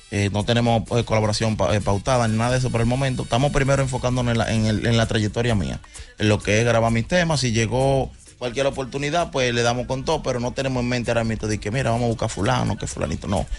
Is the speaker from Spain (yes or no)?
no; San Pedro de Macorís, Dominican Republic; yo nací, me crié en San Pedro Macorizano